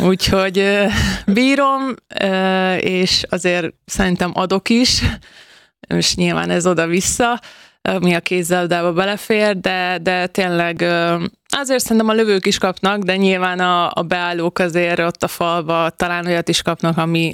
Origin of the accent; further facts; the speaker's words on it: Borsod-Abaúj-Zemplén, Hungary; also born or lived in Debrecen; Debrecenben születtem, ez tény és való, de amúgy egy borsodi kisfaluban nőttem fel, és a szüleim még mindig ott élnek